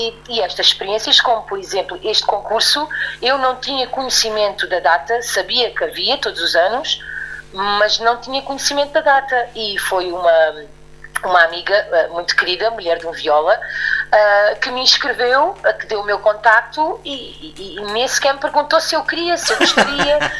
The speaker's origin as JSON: {"language": "Portuguese", "town": "Évora", "region": "Alentejo", "country": "Portugal", "tie": "born or raised there", "said": "sou natural de Évora e vivo"}